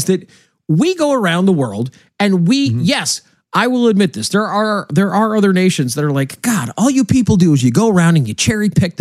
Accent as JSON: {"language": "English", "country": "United States", "said": "being American."}